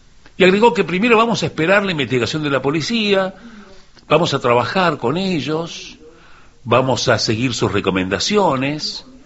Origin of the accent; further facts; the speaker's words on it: Uruguay; en este que es mi país, que quiero, que nací, que crecí, que me eduqué, que me formé como hombre, como profesional.